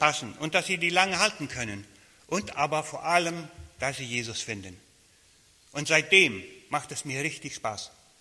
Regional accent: Germany; moved away as an adult; und ja, wir kommen aus Deutschland, wie schon gesagt

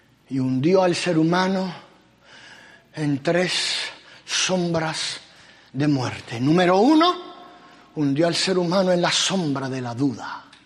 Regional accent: San Pedro Sula, Cortés, Honduras; Mira, vengo desde Honduras, desde San Pedro vengo, buscando encontrar, desde San Pedro hasta Miami

